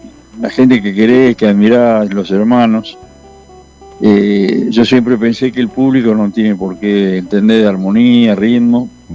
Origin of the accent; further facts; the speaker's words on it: Monte Grande, Buenos Aires Province, Argentina; born there; also born or lived in Villa Diamante; yo nací en Monte Grande, pero nos fuimos a vivir a Villa Diamante con mi mamá y mi padrastro.